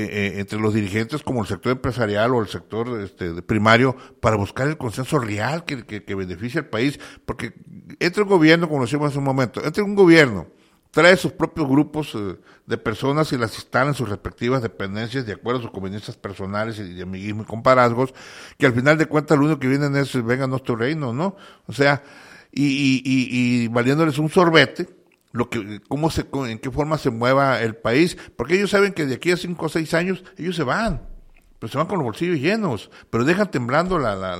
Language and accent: Spanish; Mexico; ¿Cuánto nos ha costado como mexicanos?